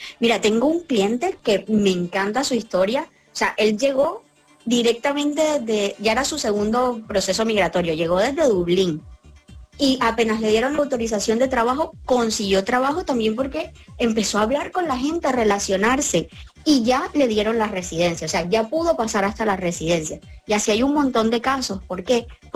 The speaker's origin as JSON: {"language": "Spanish", "town": "Barranquilla", "region": "Atlántico", "country": "Colombia", "said": "Yo soy de Barranquilla."}